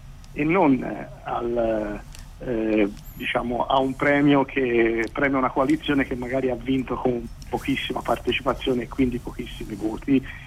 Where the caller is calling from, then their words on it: Pisa, Tuscany, Italy; Buongiorno